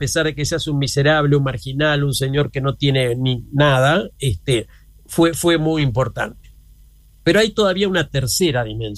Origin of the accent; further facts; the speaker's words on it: Argentina; que éramos de Argentina